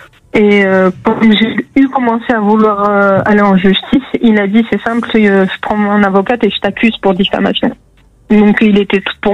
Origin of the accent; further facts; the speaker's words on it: Agen, Nouvelle-Aquitaine, France; Alors moi je suis d'Agen, mais j'ai la chance de pouvoir aller depuis quelques temps à Bordeaux, à Toulouse, je vais à La Rochelle en juillet